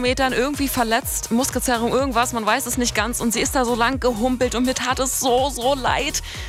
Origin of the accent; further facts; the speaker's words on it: Berlin, Germany; moved away; Ich komme ja aus Berlin, ich war gestern in der Heimat